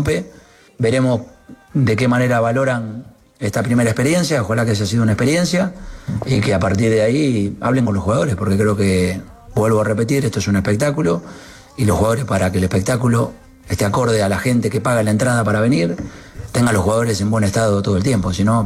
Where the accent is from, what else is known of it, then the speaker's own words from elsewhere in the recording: Argentina; La verdad que somos agradecidos los argentinos de haber tenido a dos futbolistas extraordinarios, los mejores de la historia.